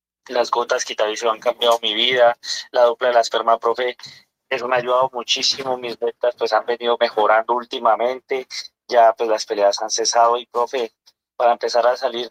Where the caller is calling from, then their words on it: Tunja, Boyacá, Colombia; Llamo de Tunja, Boyacá